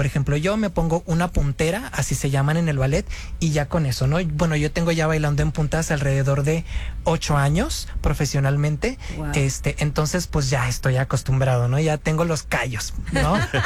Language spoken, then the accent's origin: Spanish; Culiacán, Sinaloa, Mexico; moved away; also born or lived in Mexico City; me regresé a Culiacán, yo soy sinaloense